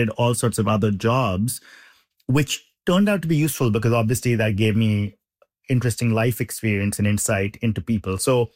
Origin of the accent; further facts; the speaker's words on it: India; moved away as an adult; now in United States; I grew up in India. I moved to the US for college.